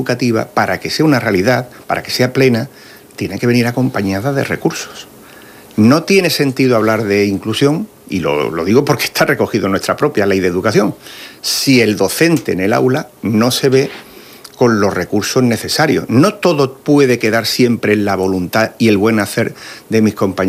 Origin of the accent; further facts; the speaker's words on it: Andalusia, Spain; moved away; igual que los centros de mi tierra, ¿no?, de origen, de Andalucía